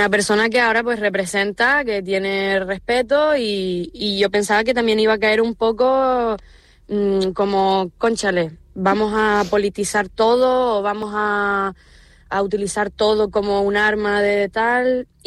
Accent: Canary Islands, Spain; como ahora mismo somos los canarios y las canarias

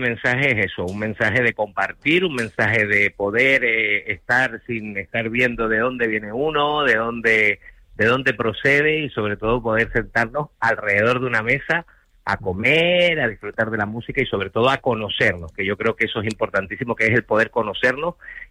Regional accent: Canary Islands, Spain; nuestra historia como canarios, como migrantes

